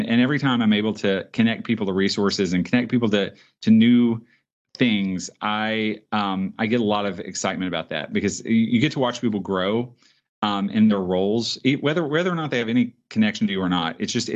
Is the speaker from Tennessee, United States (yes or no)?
yes; Memphis, Tennessee, United States; I grew up in Memphis.